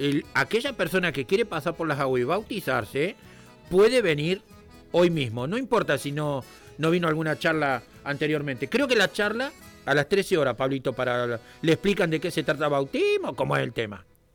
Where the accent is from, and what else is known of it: Argentina